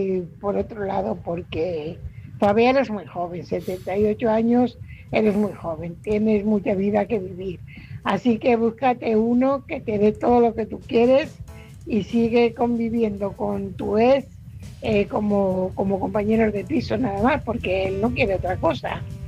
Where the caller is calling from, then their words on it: Fuenlabrada, Community of Madrid, Spain; Hola, buenas noches, Álvaro. … corresponsal de Fuenlabrada.